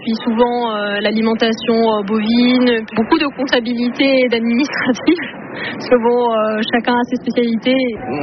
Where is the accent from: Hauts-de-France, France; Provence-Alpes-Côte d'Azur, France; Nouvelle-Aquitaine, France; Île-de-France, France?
Nouvelle-Aquitaine, France; j'ai 25 ans, je suis originaire de la Dordogne et je me suis réinstallée du coup en Dordogne